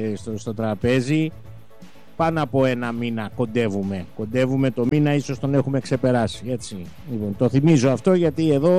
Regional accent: Western Greece, Greece; Βεβαίως, καλημέρα στην Έτωλο Ακαρνανία, την πατρίδα μου, καλημέρα στο Μεσολόγγι και στο Αγρίνιο

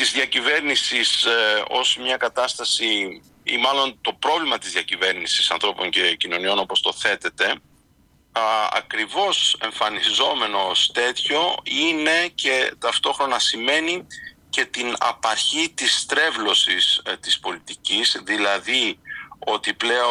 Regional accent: Greece; εμείς ως Έλληνες και ως Ορθόδοξοι

